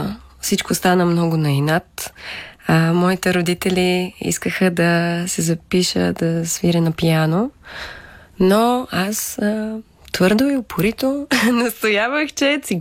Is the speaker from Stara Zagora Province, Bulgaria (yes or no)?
no; Dobrich, Dobrich Province, Bulgaria; born there; moved away; also born or lived in Plovdiv / Sofia; И така започнах в школа в моя роден град Добрич. И след време се преместихме в Пловдив, където завърших музикалното училище. И в последствие следвах в София в музикалната академия.